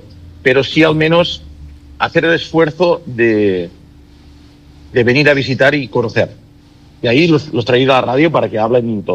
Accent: Spain; now in Quevedo, Ecuador

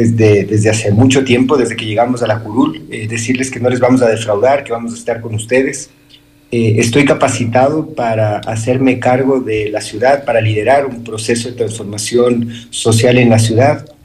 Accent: Quito, Pichincha, Ecuador; Yo, como tantos quiteños

